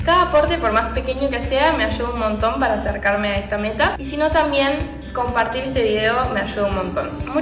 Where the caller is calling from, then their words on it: Concepción del Uruguay, Entre Ríos, Argentina; Concepción del Uruguay, Entre Ríos, y soy flautista.